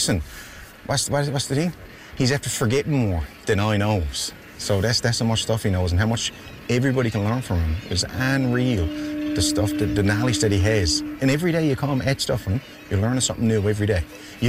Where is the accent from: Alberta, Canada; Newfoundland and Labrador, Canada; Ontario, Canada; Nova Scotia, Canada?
Newfoundland and Labrador, Canada; Branch; from Branch.